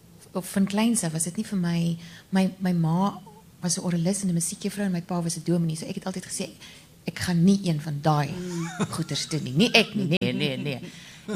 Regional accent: Namibia; also born or lived in Namaqualand / Stellenbosch; Ek het groot geword in Namibië en Namakwaland, alhoewel ek hier gebore is in Stellenbosch.

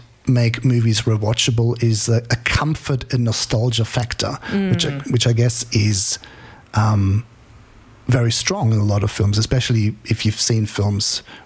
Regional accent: Germany; now in Australia; I grew up in Germany

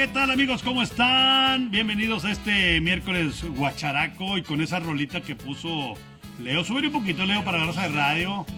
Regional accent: Monterrey, Nuevo León, Mexico; si no es que todos los norteños o todos los regios tengamos un sombrero... Pues sí, es común el sombrero aquí en la zona norte.

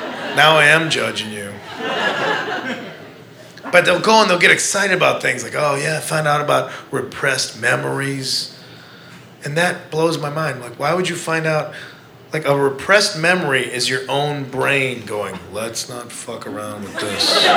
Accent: Midwest, United States

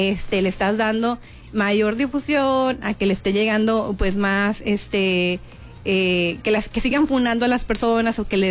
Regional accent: Piedras Negras, Coahuila, Mexico; yo creo que es algo que la gente que nacimos y crecimos en Piedras Negras y luego que a lo mejor hemos tenido oportunidad de vivir, ya sea por trabajo o lo que sea, en otra ciudad

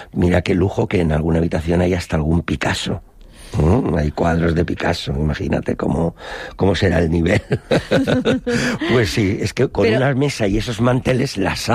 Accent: Monóvar, Valencian Community, Spain; cuando yo dije, soy de Monóvar, tal, ¿conoces el fondillo?

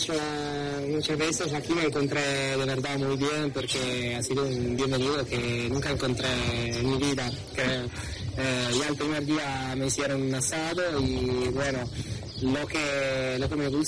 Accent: Piedmont, Italy; Spanish is a second language; moved away as an adult; now in Uruguay; platos de mi pueblo, de Piemonte

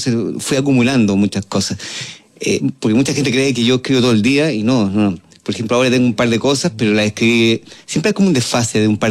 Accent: Chile; crecí en una calle llamada Montana 7388 en Villa El Dorado, una especie de barrio muy similar a los barrios de los 60 y los 70 norteamericanos

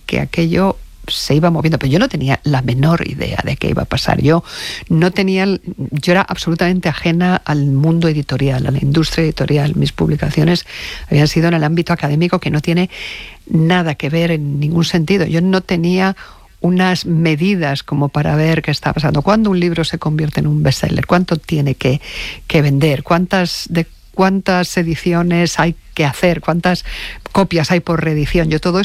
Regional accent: Spain; Nosotros, que somos los españoles muy malos aprendices de inglés

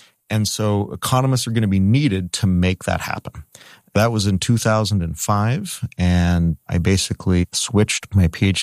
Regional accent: Canada; I grew up in Canada, and I really always enjoy just going out on the winter nights and looking up at the stars.

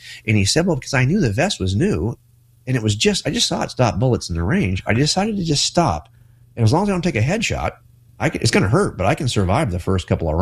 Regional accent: California, United States

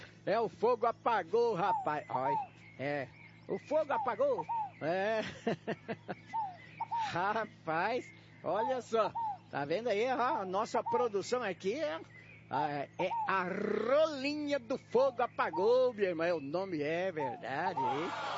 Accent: Brazil; Eu, como brasileiro, sou contra esse negócio aí, sabia?

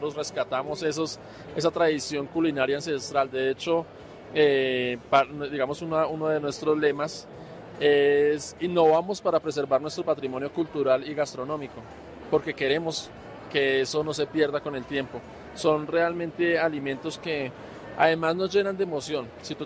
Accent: Bogotá, Colombia; born there; Mi papá tiene herencia caldense y soy Rolo por parte de mi mamá, pero yo soy nacido aquí en Bogotá. Amo Bogotá.

